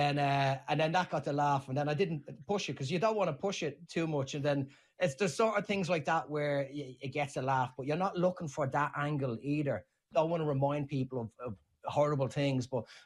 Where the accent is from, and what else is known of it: Scotland, United Kingdom; accent: Scottish